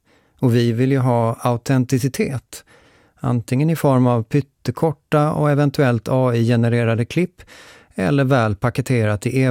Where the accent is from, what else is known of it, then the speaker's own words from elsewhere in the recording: Lund, Skåne, Sweden; I studentstaden Lund, där jag kommer ifrån, är studentspex-traditionen stark.